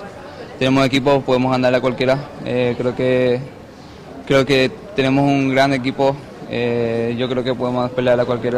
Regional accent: Paraguay; moved away; Estoy en mi país

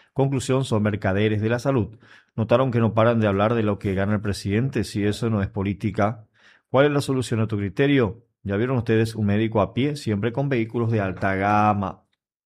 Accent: San Joaquín, Caaguazú, Paraguay; si me dicen … no solo me embarga el orgullo paraguayo, sino también de San Joaquiniana.

